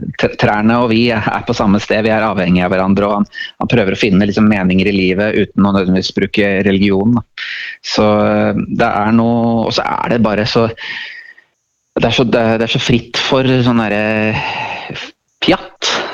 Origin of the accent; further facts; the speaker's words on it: Elverum, Innlandet, Norway; Jeg er en visesanger fra Elverum som har holdt på profesjonelt i 12-14 år